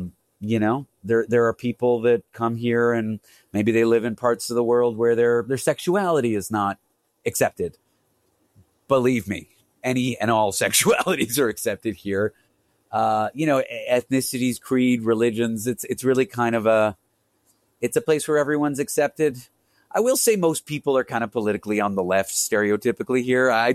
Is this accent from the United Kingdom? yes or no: no; Canada; I'm Canadian.